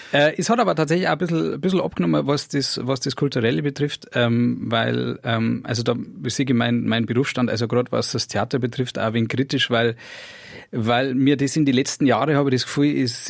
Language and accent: German; Kienberg, Bavaria, Germany; Und ich komme ja noch nicht einmal aus Trostberg, ich komme aus Kinberg, aus Kerberg. Und das ist ja damals, wo ich auf der Welt gekommen bin, glaube ich, waren es 1200 Einwohner.